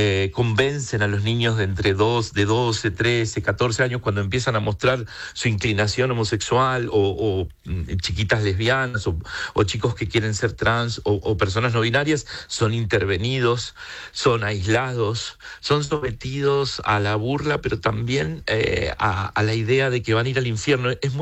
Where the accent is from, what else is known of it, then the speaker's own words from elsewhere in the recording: Buenos Aires, Argentina; en este caso soy un gay porteño argentino, en una sociedad muy tolerante